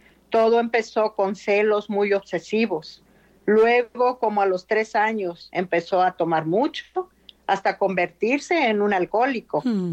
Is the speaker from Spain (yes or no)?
no; Mexico; soy de México.